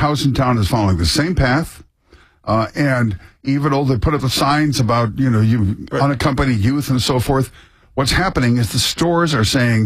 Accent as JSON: {"language": "English", "region": "Midwest", "country": "United States", "tie": "born or raised there", "moved": "yes", "said": "I saw it in a little town where I grew up in the Midwest."}